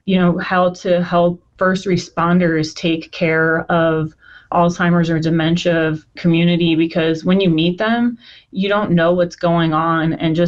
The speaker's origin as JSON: {"language": "English", "region": "New Jersey", "country": "United States", "moved": "as an adult", "lives_now": "Las Vegas, United States", "said": "I was originally from New Jersey, and it's affected my family there. So I started there. And then when I moved here about 14 years ago"}